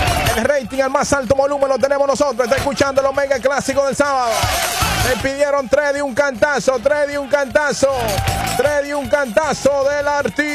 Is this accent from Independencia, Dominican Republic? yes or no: no; Bonao, Monseñor Nouel, Dominican Republic; Yo soy del Cibao, señores, de Bonao.